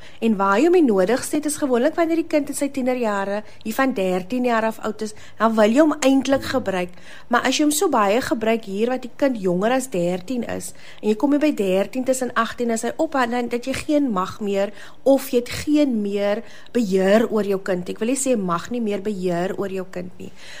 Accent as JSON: {"language": "Afrikaans", "town": "Kuils River", "region": "Western Cape", "country": "South Africa", "said": "Ja, ek is van die Kaap. Ek is van Kuilsrivier. Ek bly in Kuilsrivier."}